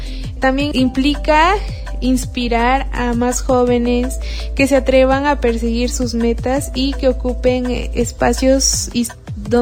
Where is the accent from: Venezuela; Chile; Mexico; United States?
Mexico; San Pedro Tetitlán, Puebla; vengo desde San Pedro Tetitlán, un pueblo perteneciente al municipio de San José Miahuatlán